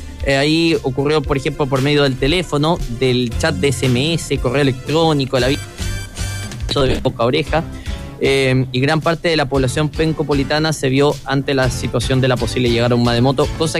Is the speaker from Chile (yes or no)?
yes; Chillán, Ñuble, Chile; moved away; yo soy del sur, vengo de la región del Biobío, yo. Bueno, técnicamente yo nací en la región del Ñuble, pero cuando yo nací en Chillán era región del Biobío.